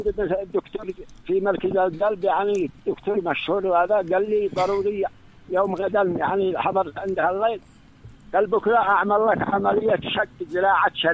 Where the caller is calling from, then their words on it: Bani Matar, Sana'a Governorate, Yemen; من بني مطر.